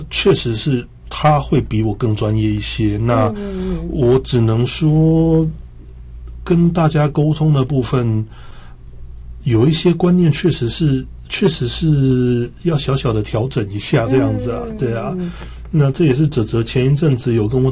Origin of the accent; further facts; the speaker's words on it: Taichung, Taiwan; 因为我台中人、哦、然后921那个我是亲身在那边摇